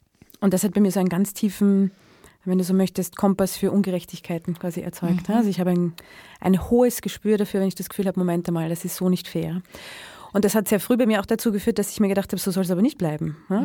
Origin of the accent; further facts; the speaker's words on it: Vienna, Austria; Ich komme aus Wien-Simmering, ich habe viele Geschwister, es war ein Haushalt mit wenig Geld.